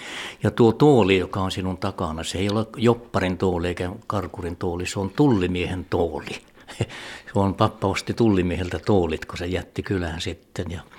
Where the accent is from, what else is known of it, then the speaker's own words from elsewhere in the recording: Norrbotten County, Sweden; tämä on minun kotipaikka ja tuossa kamarissa minä synnyin silloin 26. päivä kesäkuuta.